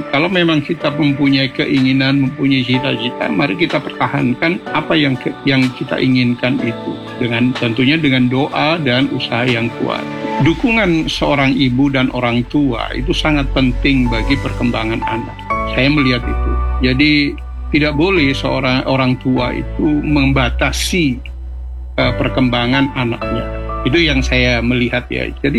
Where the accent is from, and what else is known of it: Pasuruan, East Java, Indonesia